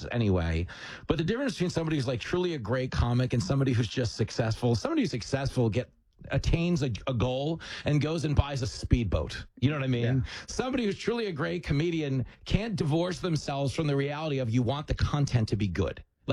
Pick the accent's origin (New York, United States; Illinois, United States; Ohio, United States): New York, United States; And as a New Yorker, I feel like I failed you because I did not climb that billboard.